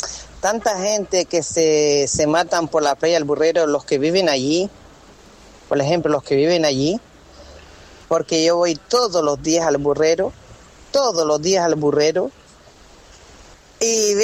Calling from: Canary Islands, Spain; Y hay otros pobres de aquí, que somos canarios

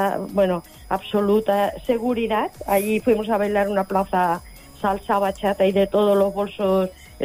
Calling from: Barcelona, Catalonia, Spain; estoy en Barcelona.

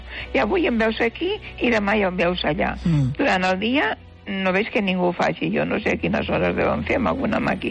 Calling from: Barcelona, Catalonia, Spain; De Vivendes del Congrés

